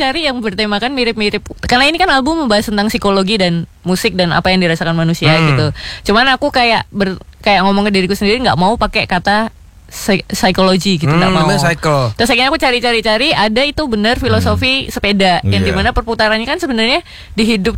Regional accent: Surakarta, Central Java, Indonesia; born or raised there; moved away; also born or lived in Yogyakarta

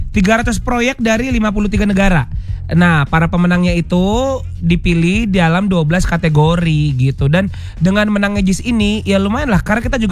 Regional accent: Makassar, South Sulawesi, Indonesia; now in Jakarta, Indonesia

